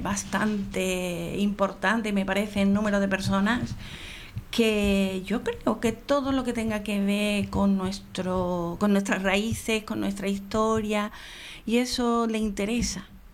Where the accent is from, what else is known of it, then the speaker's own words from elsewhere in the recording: Andalusia, Spain; Pero señores, que somos andaluces y al cuarto de hora estamos diciendo Saporito.